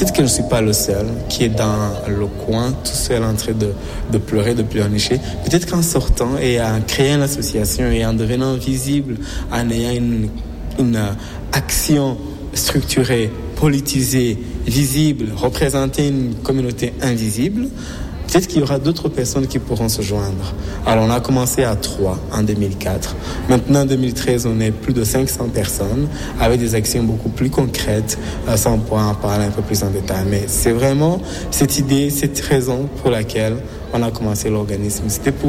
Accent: Rwanda; moved away as an adult; now in Montreal, Canada; Moi, je viens du Rwanda.

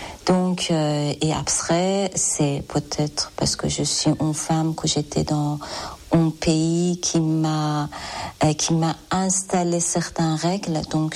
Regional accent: Iran; French is a second language; moved away as an adult; now in France; Je suis iranienne, nationalité iranienne, mais quelques années que j'habite en France.

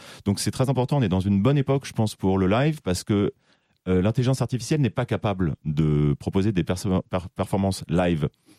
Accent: Auvergne-Rhône-Alpes, France; moved away as an adult; also born or lived in Paris; Moi, je me souviens, je suis venu quand j'avais 20 ans. J'ai grandi en Haute-Savoie et j'ai habité à Paris pendant très longtemps, mais je suis venu quand j'avais 20 ans dans la Drôme

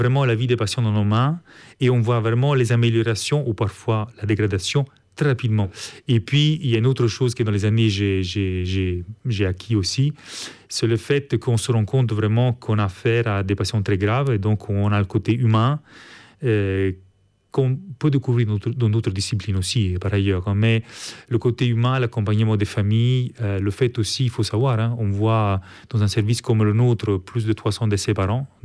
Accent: Italy; accent: Italian; French is a second language; moved away as an adult; now in Brussels, Belgium; Et de mon accent, vous avez compris, je ne suis pas belge, je suis en fait italien et je suis en Belgique depuis 2001, donc ça fait 23 ans, 22 ans en fait à Erasmus.

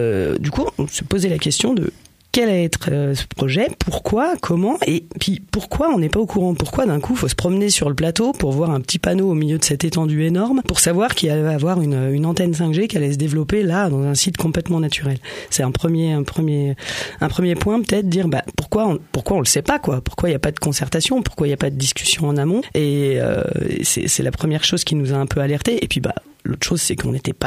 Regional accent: La Motte-en-Bauges, Auvergne-Rhône-Alpes, France; Et moi, je suis de la Motte en Bauges également.

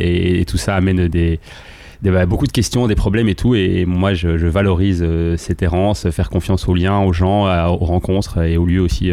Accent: Belgium; je suis belge. J'ai grandi et vécu la majorité de ma vie tout près de Bruxelles

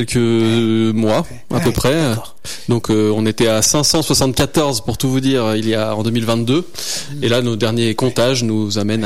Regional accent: Grenoble, Auvergne-Rhône-Alpes, France; also born or lived in Saint-Martin-d'Hères / Paris / Dijon; Je suis grenoblois. Je suis né à Saint-Martin-d'Hères. Oui. J'ai grandi à Grenoble et j'ai fait mes études à Grenoble.

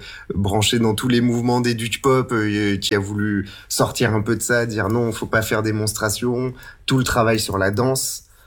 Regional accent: Saint-Étienne, Auvergne-Rhône-Alpes, France; En plus, on est stéphanois et on ose chanter en occitan.

